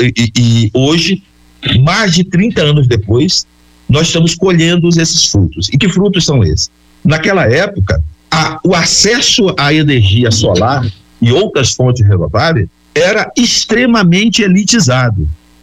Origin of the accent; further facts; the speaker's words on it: Altamira, Pará, Brazil; eu morei em Altamira, no Pará, nos anos 70. Eu sou de uma família assentada da reforma agrária. Eu fui criado tomando banho no Rio Xingu.